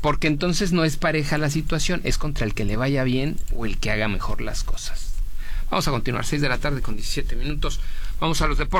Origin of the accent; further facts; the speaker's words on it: Mexico; yo soy mexicano y también como mexicano también tengo derecho.